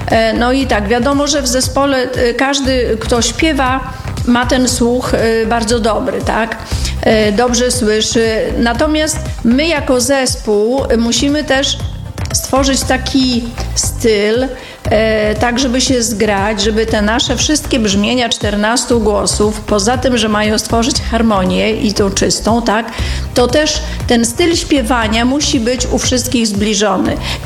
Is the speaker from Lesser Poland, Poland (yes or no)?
no; Rudka Tartak, Podlaskie Voivodeship, Poland; u nas w Rudce Tartak w parafii zawsze był chór.